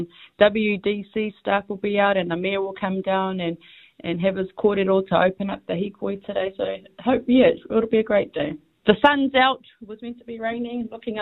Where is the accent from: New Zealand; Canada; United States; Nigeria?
New Zealand; first language Māori; English is a second language; So I was fortunate, to be a native speaker, and te reo Māori was my first language.